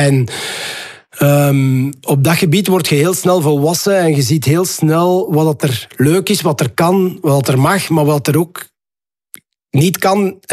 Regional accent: Ninove, Flanders, Belgium; born or raised there

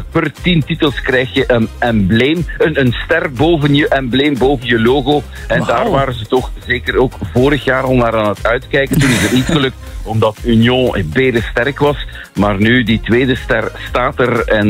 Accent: Flanders, Belgium; En als Vlaming kan je dat niet altijd goed inschatten

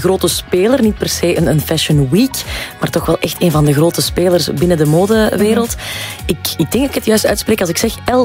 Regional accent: Antwerp, Flanders, Belgium; vind ik toch wel als Antwerpse meisje mezelf

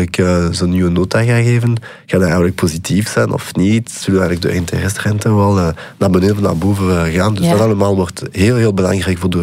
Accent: Wallonia, Belgium; Dutch is a second language; now in Brussels, Belgium; aanvankelijk kom ik uit Wallonië, waar het Nederlands echt een vreemde taal is.

